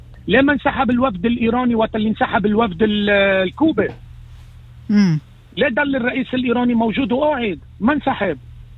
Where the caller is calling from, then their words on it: Lebanon; أنا كلبناني